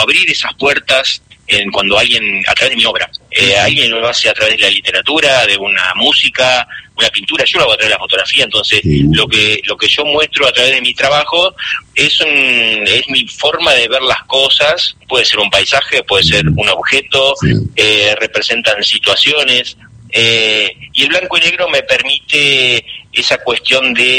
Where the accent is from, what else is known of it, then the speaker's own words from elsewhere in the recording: Santa Rosa, La Pampa, Argentina; moved away as an adult; familia y el resto de las personas con las que transité gran parte de mi vida hasta los 18 años que emigré de Santa Rosa por cuestiones laborales.